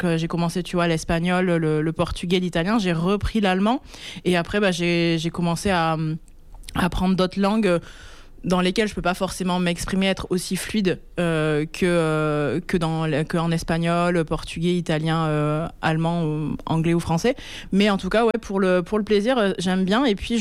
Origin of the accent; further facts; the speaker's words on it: Nouvelle-Aquitaine, France; now in Bordeaux, France; moi, je viens du Limousin. Et donc, dans le Limousin, bah, sans surprise, c'est l'occitan limousin.